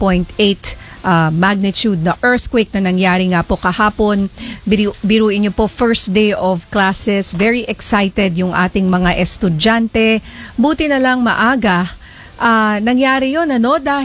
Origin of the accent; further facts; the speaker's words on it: Ilocos Region, Philippines; sa amin sa Ilocos